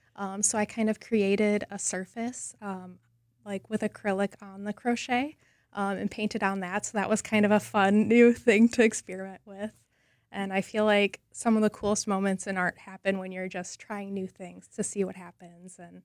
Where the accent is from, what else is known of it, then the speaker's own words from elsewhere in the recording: Neenah, Wisconsin, United States; I did. I grew up in Neenah, Wisconsin.